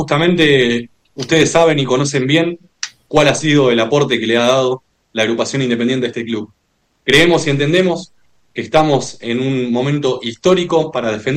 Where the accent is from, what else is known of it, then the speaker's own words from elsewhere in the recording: Tandil, Buenos Aires Province, Argentina; En este momento estoy en Tandil y yo soy oriundo de acá, nacido y criado acá.